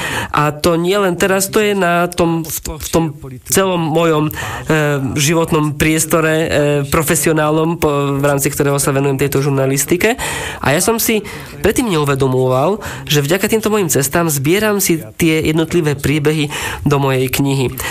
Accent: Poland; Slovak is a second language; keď na ulici v Abcházsku ma zastavil taký muž, ktorý sa spýtal, že odkiaľ som, ja že z Polska

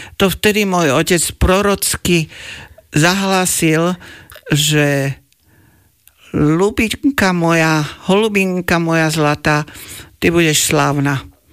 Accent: Bratislava, Bratislava Region, Slovakia; A ja som vyrastala teda pod Slavínom

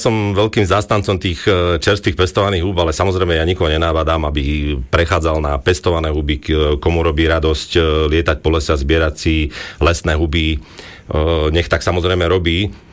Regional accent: Považská Bystrica, Trenčín Region, Slovakia; keďže som z Považskej Bystrice

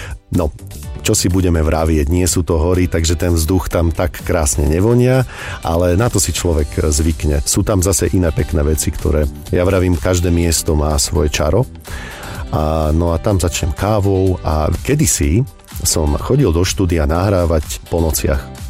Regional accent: Bratislava, Bratislava Region, Slovakia; also born or lived in Turecká, Banská Bystrica Region; Milujem Bratislavu, tak tiež ako milujem aj Turecku, tak je to moje rodné mesto. Takže Bratislavu mám veľmi rád, má krásne miesta.

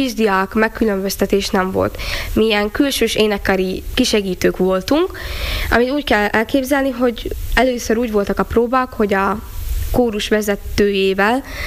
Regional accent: Gömör, Slovakia; accent: Gömör Palóc; moved away as an adult; szerintem ezt a gömöri jó palócot nem tudom, akárhogy akarom, nem tudom elrejteni, de nem is szeretném, mert én itt születtem, én erre büszke vagyok

